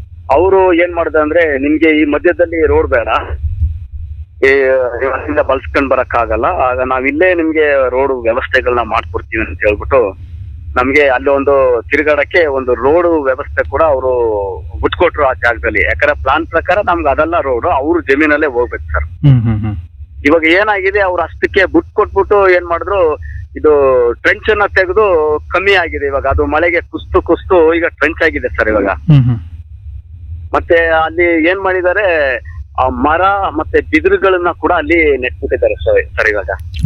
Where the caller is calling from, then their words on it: Kebbepura, Karnataka, India; ಕೆಬ್ಬೆಪುರ ಆಡಿ ಸರ್, ನಿಮ್ಮಟ್ಟಿಗೆ ಪಂಚಾಯತಿ.